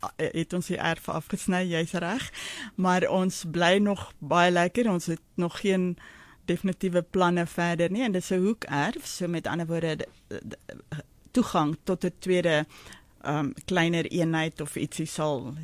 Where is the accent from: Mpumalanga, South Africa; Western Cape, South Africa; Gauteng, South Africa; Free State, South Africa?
Gauteng, South Africa; Pretoria; now in Linden, Johannesburg, South Africa; In die Moot omgeving in Pretoria, so ook baie lief vir die Moot omgeving, en dit is baie lekker gewees, omdat ons ook in die laerskool Rietfontein Noord was ek en Hoërskool Wesmoed.